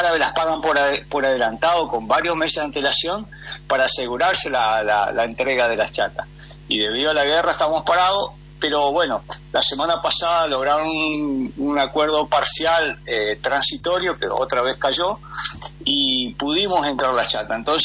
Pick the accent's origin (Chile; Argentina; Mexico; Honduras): Argentina; now in Japan